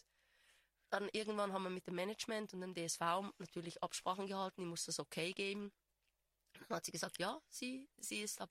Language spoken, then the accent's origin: German; Einsiedeln, Schwyz, Switzerland; ich komme aus Einsiedeln